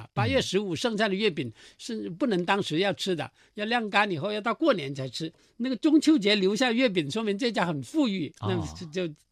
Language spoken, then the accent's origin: Chinese; Guangxi, China; born or raised there; moved away